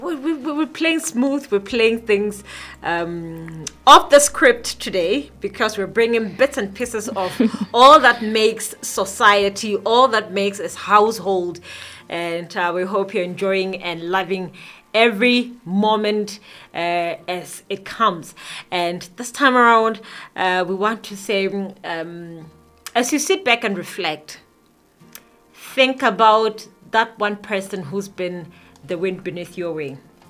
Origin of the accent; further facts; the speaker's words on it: Malealea, Lesotho; I'm a girl from Malealea